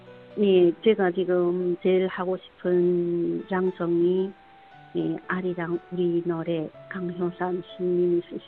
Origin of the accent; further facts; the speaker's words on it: China; 네 우리가 조선족으로서 우리 말 우리 글을 사랑하고 정말 조선족으로서의 근지감을 갖고 뜨뜻하게 이 사회에서 예, 활약하는